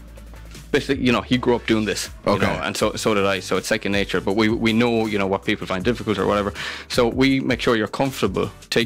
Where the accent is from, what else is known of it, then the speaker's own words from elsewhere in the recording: Portumna, Connacht, Ireland; now in Terryglass, Ireland; I'm from Portumna. From the most northerly point of Loch Derg.